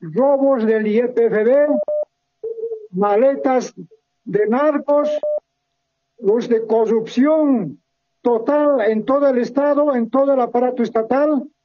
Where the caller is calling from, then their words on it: La Paz, Bolivia; Soy de La Paz